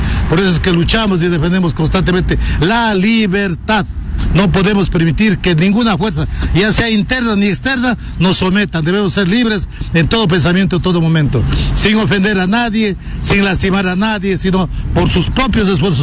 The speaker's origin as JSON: {"language": "Spanish", "country": "Ecuador", "said": "Nosotros tenemos que luchar como ecuatorianos"}